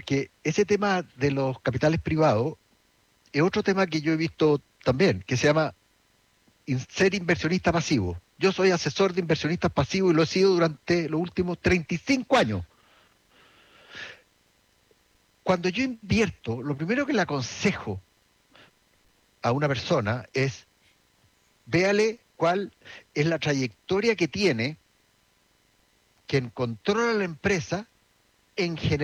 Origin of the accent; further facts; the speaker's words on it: Chile; Pérdida a los inversionistas pasivos, que somos el Estado, que somos todos los chilenos